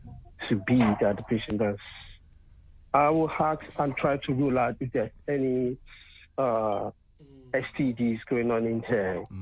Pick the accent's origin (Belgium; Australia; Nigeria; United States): Nigeria; now in United Kingdom